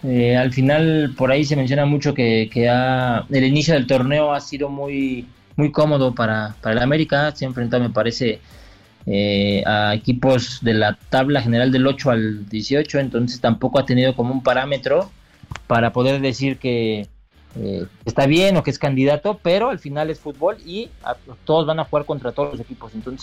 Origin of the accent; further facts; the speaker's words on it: Mexico; soy mexicano, obviamente